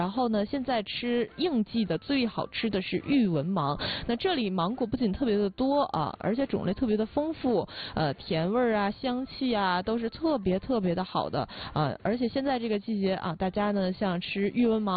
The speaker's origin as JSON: {"language": "Chinese", "country": "China"}